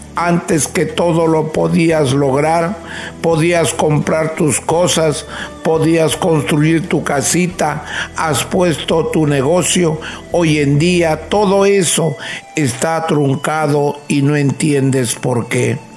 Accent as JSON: {"language": "Spanish", "region": "northern Peru", "country": "Peru"}